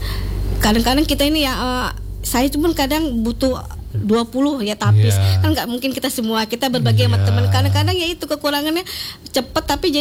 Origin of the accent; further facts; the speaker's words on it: Lampung, Indonesia; kita ya orang Lampung yang ngebangkitin ininya